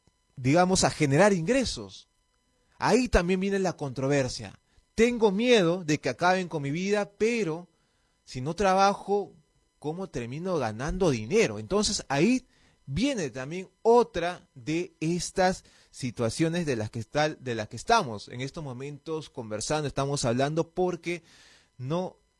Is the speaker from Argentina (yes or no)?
no; Peru; a nosotros como peruanos y peruanas.